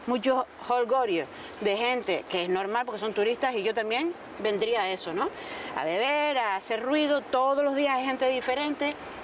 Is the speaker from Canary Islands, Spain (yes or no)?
yes; Canary Islands, Spain; Bueno, pues nosotras somos estas dentro de Canarias